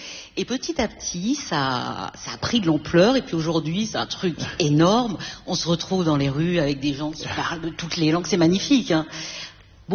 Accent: Annecy, Auvergne-Rhône-Alpes, France; moi je suis d'Annecy.

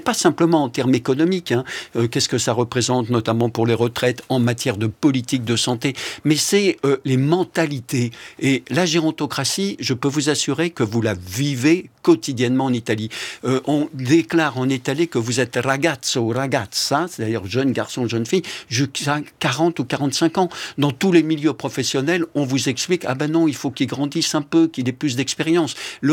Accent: France; en étant justement un homme âgé, qui me surprend, mais véritablement surprend, y compris en tant que Français.

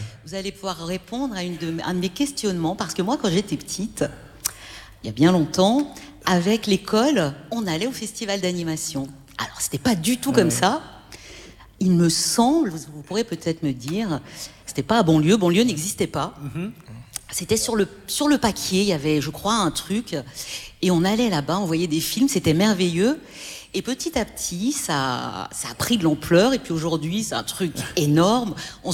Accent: Annecy, Auvergne-Rhône-Alpes, France; Ça réveillait beaucoup de choses en moi, parce que moi je suis d'Annecy

